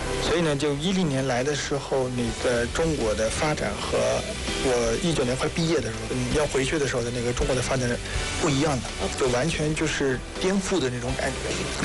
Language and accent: Chinese; Myanmar; 我们缅甸那边的这个潜意识里边，卖花不可能有这么大